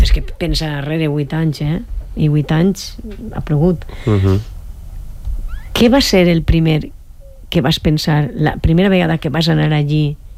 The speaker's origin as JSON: {"language": "Catalan", "region": "Valencian Community", "country": "Spain", "said": "En el meu poble, en la Pobla"}